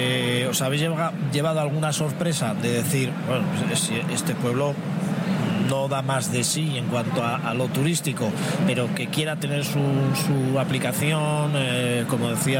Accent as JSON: {"language": "Spanish", "town": "San Sebastián", "region": "Basque Country", "country": "Spain", "said": "Si San Sebastián, que es de donde soy yo, la pueda tener."}